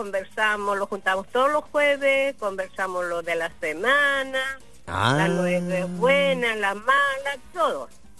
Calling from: Coronel, Biobío, Chile; De aquí, de la Corcovado Coronel.

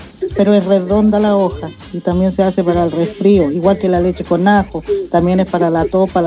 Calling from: Tomé, Biobío, Chile; Soy de Tomé.

